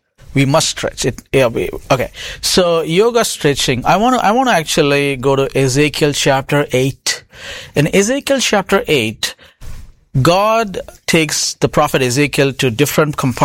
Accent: India; moved away; Because I was born and raised in India. I studied in a Hindu school before we became proper Christians, and I was involved in yoga myself

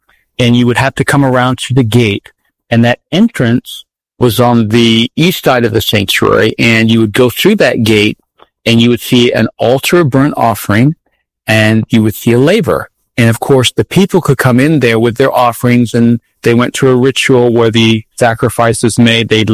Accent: London, United Kingdom; also born or lived in United States; I was actually raised in the Catholic Church. My mom was Roman Catholic Irish, and I was raised in London, England, born in the States.

